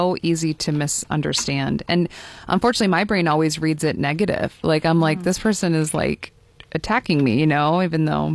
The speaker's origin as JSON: {"language": "English", "town": "Cuyahoga Falls", "region": "Ohio", "country": "United States", "tie": "born or raised there", "said": "I'm from Northeast Ohio, Akron area, Cuyahoga Falls."}